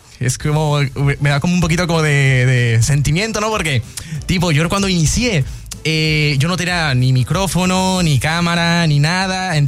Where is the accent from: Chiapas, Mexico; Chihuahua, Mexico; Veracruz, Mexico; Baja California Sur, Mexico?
Veracruz, Mexico; yo encantado de estar aquí en Veracruz, en mi tierra